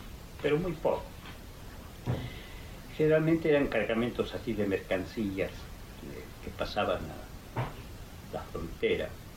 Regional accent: Abra Pampa, Jujuy, Argentina; Yo he nacido cerca de Abrapampa. Yo digo siempre soy abrapampeño, ¿no?

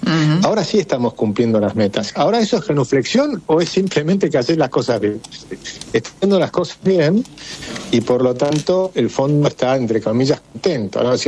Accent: Argentina

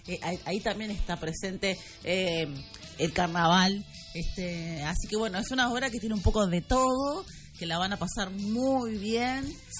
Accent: Northwest Argentina, Argentina; un montón de palabras y de ahí de modismos en realidad que tienen que ver con nuestro noroeste

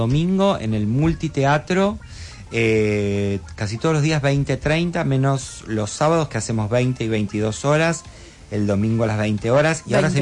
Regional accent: Buenos Aires, Argentina; born there; ¿De dónde nací? Sí. Acá, en Capital. ¿En Caballito.

